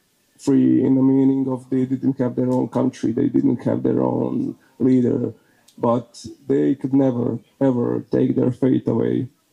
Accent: Herzegovina, Bosnia & Herzegovina; English is a second language; my Croatian people here in Bosnia and Herzegovina

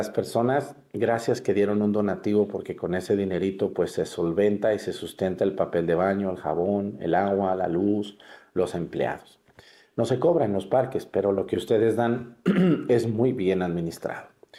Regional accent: Mexticacán, Jalisco, Mexico; moved away; allá en mi pueblo, en Mesticacán

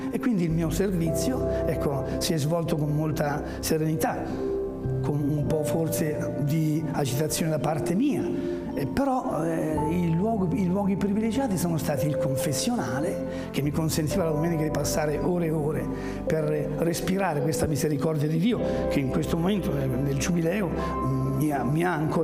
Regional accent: Marche, Italy; moved away; sono marchigiano

